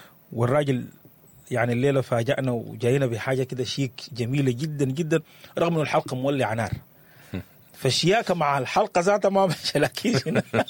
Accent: Sudan; بلدنا السودان

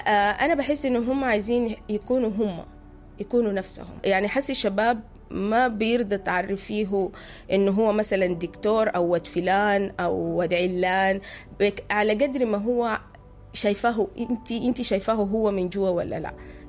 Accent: Sudan; يعني انا لما اقول الليلة انا سودانية، انا عاداتي وتقاليدي هي اللي بتورينا ان مثلا انا سودانية

